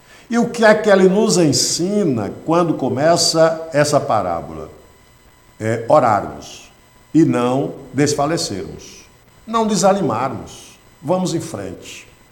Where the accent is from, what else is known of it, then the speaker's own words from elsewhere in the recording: Brazil; especialmente nós que somos brasileiros e vivemos essa situação.